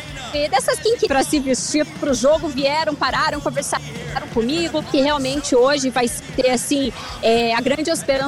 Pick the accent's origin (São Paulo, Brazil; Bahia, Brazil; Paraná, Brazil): Paraná, Brazil; Curitiba; Eu que sou de Curitiba, tô acostumada.